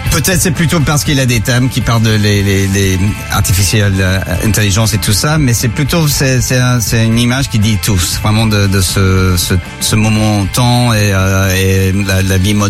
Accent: England, United Kingdom; first language English; French is a second language; moved away; Quand je suis arrivé, je pouvais pas parler français. Évidemment, anglais c'était ma première langue, mais quand je suis parti, je pouvais pas parler anglais.

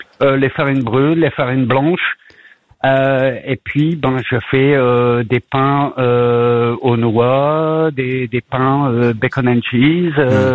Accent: Boulogne-sur-Mer, Hauts-de-France, France; accent: French; moved away as an adult; now in Beverley, United Kingdom; je suis originaire de Boulogne-sur-Mer, j'ai dû simplement traverser la Manche.

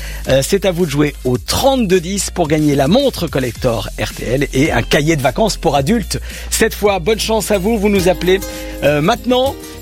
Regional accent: France; Mon père l'est espagnol, mais ma mère est française. Et je suis français.

